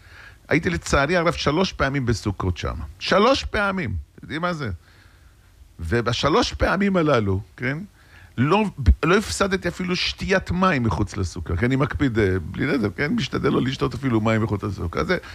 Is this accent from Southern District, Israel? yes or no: no; Jerusalem, Jerusalem District, Israel; אצלנו בירושלים